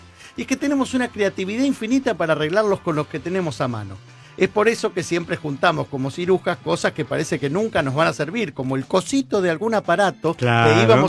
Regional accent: Argentina

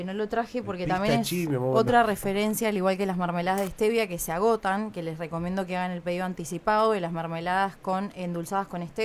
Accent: Argentina; Yo, Argentina.

